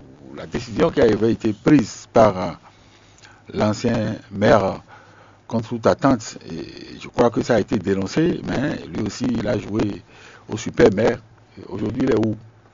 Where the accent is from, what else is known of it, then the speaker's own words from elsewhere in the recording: Benin; je suis béninois.